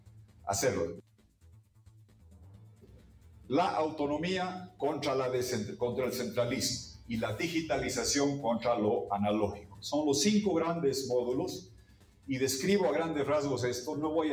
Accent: Bolivia; qué vergüenza que me da esto como boliviano

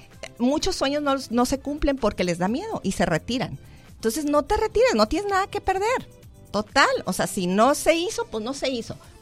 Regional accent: Tijuana, Baja California, Mexico; Nací en Tijuana, fíjate, uh-huh. Yo sí soy tijuanense.

